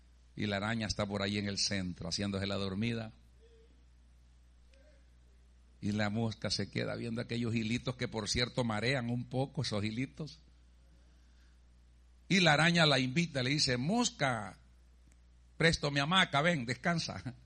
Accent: El Salvador; moved away; Los que venimos del Salvador y son de mi generación para atrás

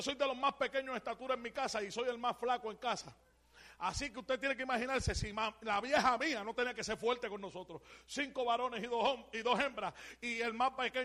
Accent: Loíza, Puerto Rico; yo soy del mejor pueblo que tiene Puerto Rico, que es el pueblo de Loíza. Y me acostumbré a estar metido en la playa.

